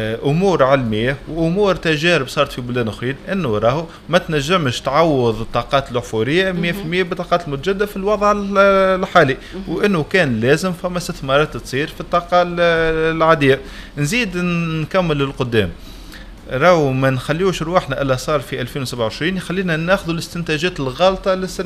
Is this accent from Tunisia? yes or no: yes; Tunisia; نحن في تونس